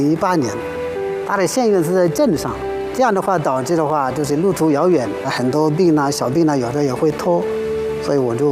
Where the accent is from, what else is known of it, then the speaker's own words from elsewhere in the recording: Mali; Chinese is a second language; moved away as an adult; now in China; 来自四川马里。